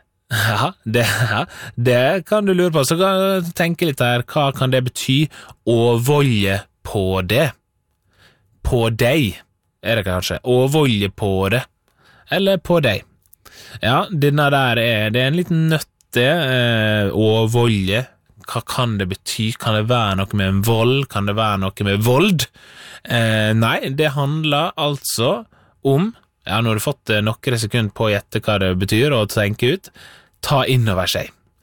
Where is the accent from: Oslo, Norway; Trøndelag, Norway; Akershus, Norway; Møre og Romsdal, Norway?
Møre og Romsdal, Norway; Fordi i disse dager så er jeg med på et spel her hjemme på Sunnmøre, og der bruker vi dette gamle ordet og uttrykket fra Sunnmøre som en inspirasjon